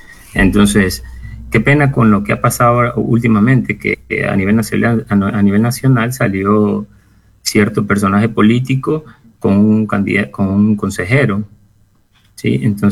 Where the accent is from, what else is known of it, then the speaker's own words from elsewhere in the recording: Guayaquil, Guayas, Ecuador; yo soy guayaquileño con sangre manaba, mi mamá es manaba … más manaba que cualquiera